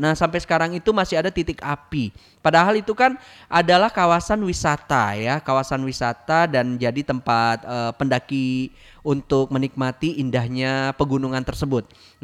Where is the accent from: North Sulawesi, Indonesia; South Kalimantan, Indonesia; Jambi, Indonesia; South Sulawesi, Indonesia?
Jambi, Indonesia; itu adalah kebanggaan warga Kerinci, termasuk kita orang Jambi ya, itu destinasi wisatanya.